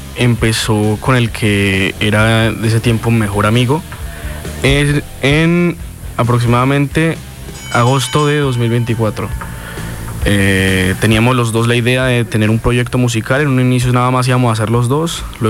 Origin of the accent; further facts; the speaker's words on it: Bogotá, Colombia; now in Cartago, Colombia; Yo no soy cartagüeño, yo soy Rolo, yo soy de Bogotá. Ajá. Yo llegué a Cartago en el 2017.